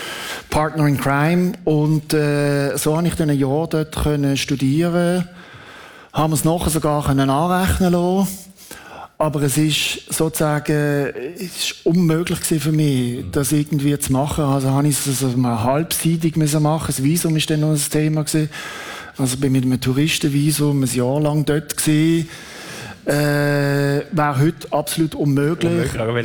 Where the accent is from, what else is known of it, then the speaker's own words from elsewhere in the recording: Switzerland; Und dann gesagt, ich bin Schweizer, mir ist da, ich bin neutral, ich laufe jetzt da rein.